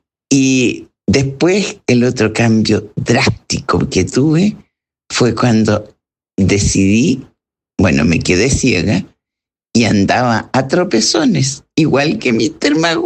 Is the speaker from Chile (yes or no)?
yes; Santiago, Santiago Metropolitan Region, Chile; also born or lived in Viña del Mar; Primero partí de Santiago a Viña, porque yo soy santiaguina. Y me encantó estar en Viña. Y qué fuerte fue volver de Viña a Santiago.